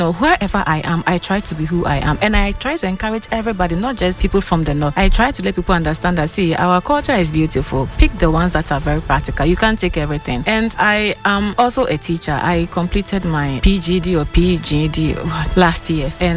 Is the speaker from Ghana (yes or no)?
yes; Ghana; And you know, I won't even force myself there that I am Ghanaian, support me.